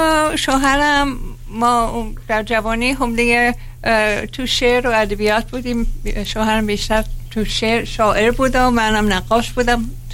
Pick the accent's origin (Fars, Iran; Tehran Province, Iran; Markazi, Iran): Fars, Iran; Shiraz; همشهری، بله همشهری. من هم شیرازی هستم مثل شما.